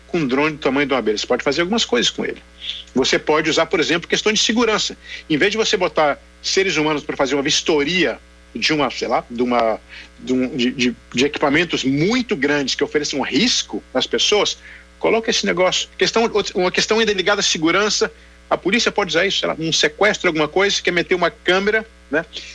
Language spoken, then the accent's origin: Portuguese; Brasília, Federal District, Brazil; now in United States; Sabe que eu sou de Brasília, eu sou matemático pela Universidade de Brasília, uma ótima universidade